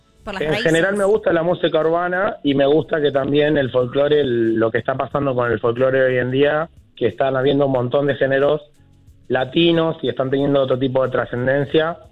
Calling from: Mar del Plata, Buenos Aires Province, Argentina; de Mardel.

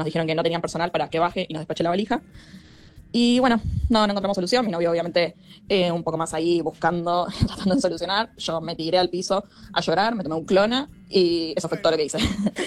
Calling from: Rosario, Santa Fe, Argentina; Somos de Rosario con mi novio.

